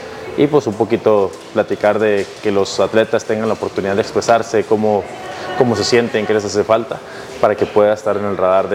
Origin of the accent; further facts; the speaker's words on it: Mexico; Soy el primer mexicano a estar en este nivel, en el área de lanzamientos.